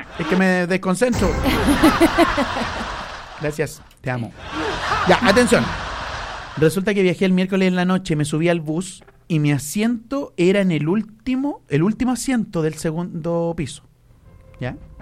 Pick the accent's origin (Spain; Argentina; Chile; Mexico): Chile; Curicó, Maule; Yo le digo, ¿de Curicó? ¿Y tú?